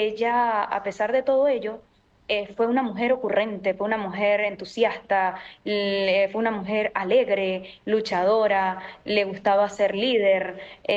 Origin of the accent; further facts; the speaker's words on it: Venezuela; a pesar de la adversidad, incluso religiosa, política, lo que sea que estemos pasando como venezolanos